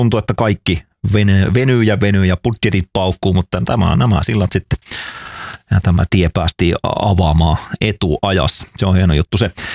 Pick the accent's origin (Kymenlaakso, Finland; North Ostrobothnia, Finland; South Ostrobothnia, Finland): North Ostrobothnia, Finland; Oulunsalo; Itse olen tuolta Oulunsalosta kotoisin, ja lapsena oli tapana vähintään se kerran vuodessa käydä Hailuodossa lossireissulla.